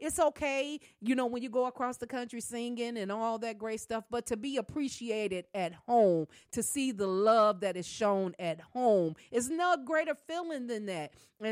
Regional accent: Chicago, Illinois, United States; now in Champaign, United States; That's where I was born and raised. Even though I'm down here in Champaign, I was born and raised right in the great city of Chicago, Illinois, on the south side, 9900 South Low Avenue is where I was born and raised.

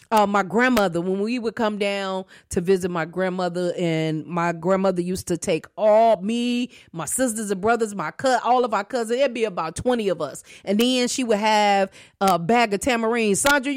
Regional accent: Chicago, Illinois, United States; and then our church that I grew up in Chicago, we had an afternoon broadcast

